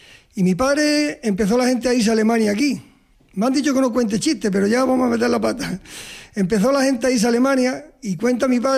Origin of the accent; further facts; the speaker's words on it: Villanueva del Duque, Andalusia, Spain; Buenos días, Manolo. … de Villanueva del Duque. Ganadero, agricultor, olivo, huerto.